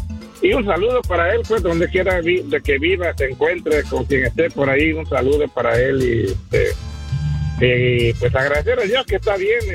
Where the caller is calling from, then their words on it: Long Beach, California, United States; de Long Beach.